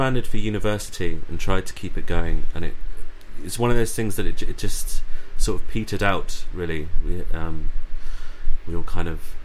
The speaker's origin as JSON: {"language": "English", "town": "Southampton", "region": "South East England", "country": "United Kingdom", "lives_now": "Brighton, United Kingdom", "said": "I'm from Brighton, originally from Southampton."}